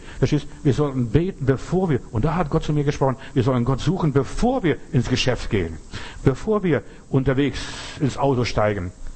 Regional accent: Bavaria, Germany; ich bin in Bayern groß geworden und ich fand das ganz toll.

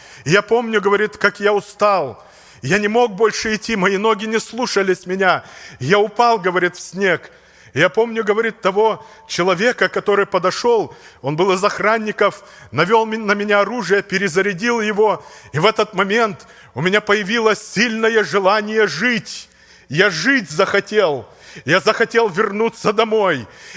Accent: Tashkent Region, Uzbekistan; Я родился в Узбекистане, недалеко от Ташкента.

